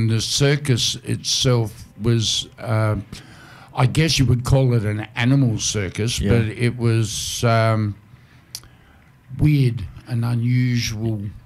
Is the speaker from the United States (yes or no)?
no; Australia; accent: Australian; It was very interesting to be able to change from, I guess, just being an Australian voice, like I've got now